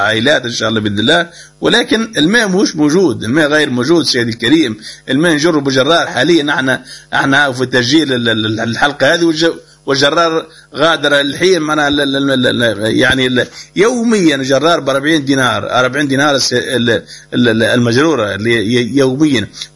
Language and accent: Arabic; Tataouine Governorate, Tunisia; born there; المنطقة مسقط راسي